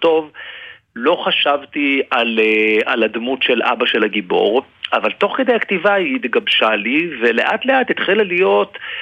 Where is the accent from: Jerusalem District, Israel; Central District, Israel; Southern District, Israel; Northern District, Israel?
Jerusalem District, Israel; Jerusalem; גדלנו יחד בירושלים